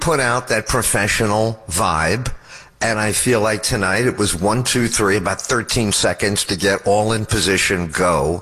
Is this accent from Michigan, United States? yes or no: no; New York, United States; they're shot on location in my hometown up there, NY.